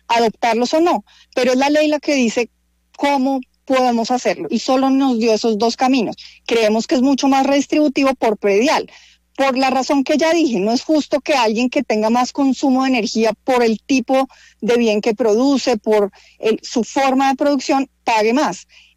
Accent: Bogotá, Bogotá Capital District, Colombia; somos los bogotanos los que contratamos un servicio.

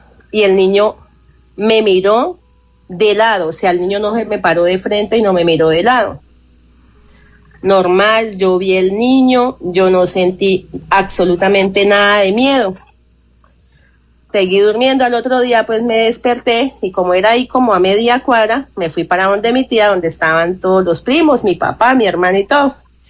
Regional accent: Bucaramanga, Santander, Colombia; born there; also born or lived in Meta, Colombia; now in Piedecuesta, Colombia; Yo soy del departamento del Meta. Uh-huh. Y cuando tenía como 16 años, mi papá, a nosotros nos trajeron para Bucaramanga, bueno. Y cuando teníamos como, a mí me trajeron de 8 años y cuando tenía como 16 años, a mí me llevaron otra vez a Villavicencio a visitar la familia porque siempre mi familia es de allá del llano.

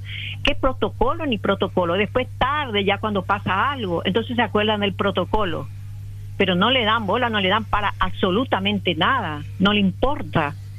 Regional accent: Argentina; moved away; also born or lived in Buenos Aires / Paraguay; Yo me crié en la Argentina, y a lo mejor piensan que no soy paraguaya, pero soy paraguaya. Viví 50 años en Buenos Aires y conozco lo que es el pueblo argentino.

